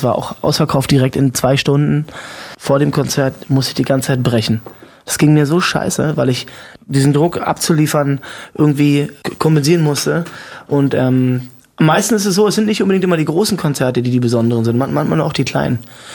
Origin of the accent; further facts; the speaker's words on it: Cottbus, Brandenburg, Germany; Das verbinde ich auch mit meiner Heimat, unser Freibad. Das ist ein 10-Meter-Turm, den hatten wir damals noch, den gibt es jetzt leider nicht mehr in Cottbus.